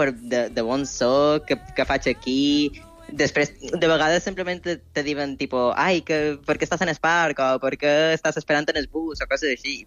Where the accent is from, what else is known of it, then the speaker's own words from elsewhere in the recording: Inca, Balearic Islands, Spain; moved away as an adult; now in Portugal; Jo d'Inca.